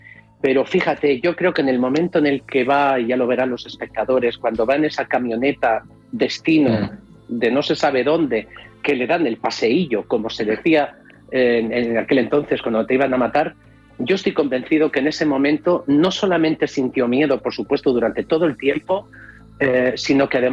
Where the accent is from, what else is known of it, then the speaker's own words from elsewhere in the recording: Andalusia, Spain; accent: Malaga; yo no soy granaíno, es verdad que soy, de hecho, soy medio malagueño. Para mí el acento materno es el malagueño